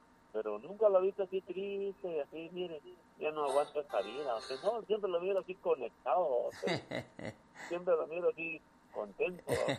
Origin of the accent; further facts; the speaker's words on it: Mixco, Guatemala Department, Guatemala; born there; now in San Miguel Petapa, Guatemala; soy de Misco, ahí nací.